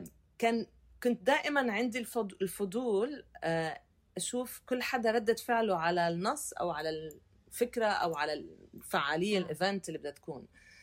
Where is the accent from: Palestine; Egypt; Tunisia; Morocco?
Palestine; بس لما تعرف علي اصلا ما صدق انا فلسطينية. يعني تخيل انا لهجتي يمكن ما بعرف، ساعة يقول لي تونسية، ساعة يقول لي كذا، ساعة يقول لي اردن، ساعة يقول سوريا، بس ما تخيل فلسطين